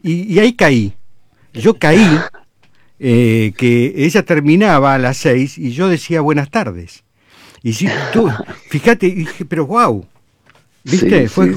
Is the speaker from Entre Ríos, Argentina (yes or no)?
no; Mar del Plata, Buenos Aires Province, Argentina; moved away; yo vengo de Mar del Plata